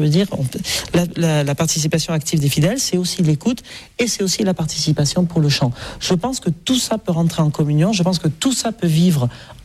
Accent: Nouvelle-Aquitaine, France; born or raised there

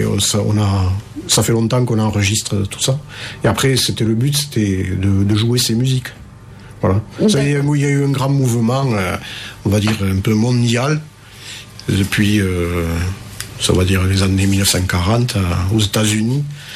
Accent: Toulouse, Occitanie, France; now in Cardaillac, France; Alors, natif de Toulouse.

